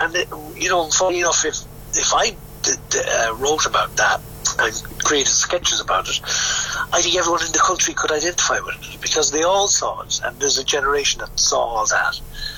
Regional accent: Thurles, Munster, Ireland; also born or lived in County Limerick; I'm from Tipperary and John's from County Limerick. And we both wrote about things. I grew up in Thurles, County Tipperary.

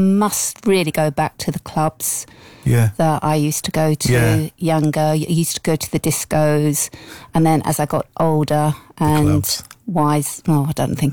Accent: Hatfield, East of England, United Kingdom; I grew up in Hatfield

